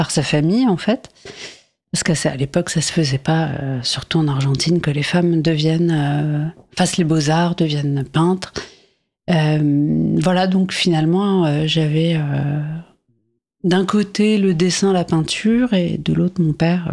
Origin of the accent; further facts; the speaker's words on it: France; born there; je suis née en France.